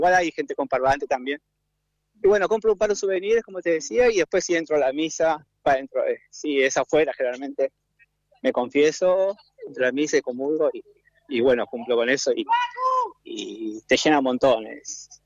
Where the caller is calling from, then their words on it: Pablo Nogués, Buenos Aires Province, Argentina; hincha de San Miguel, pero soy de Nogués.